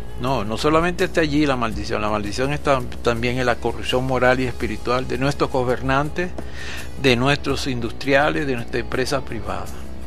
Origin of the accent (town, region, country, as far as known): Venezuela